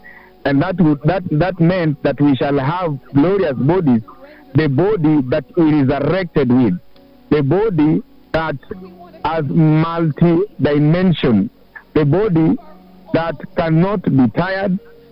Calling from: Kisumu, Kisumu County, Kenya; I'm calling from Kisumu, Ranson.

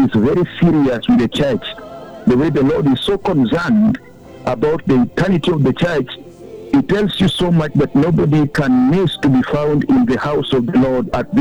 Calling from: Soi, Uasin Gishu County, Kenya; I'm calling you from Soi region here in Uasin Gishu.

